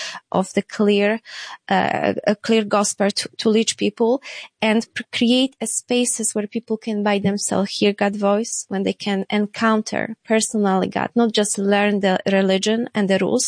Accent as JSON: {"language": "English", "region": "Lesser Poland", "country": "Poland", "second_language": "English", "said": "I am from south of Poland. I am like hour from Krakow. So it's John Paul II and St. Faustina."}